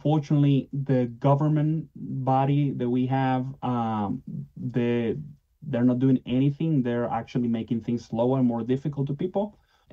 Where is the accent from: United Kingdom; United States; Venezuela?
Venezuela; now in Australia; So my country, my home country of Venezuela, was affected by two earthquakes.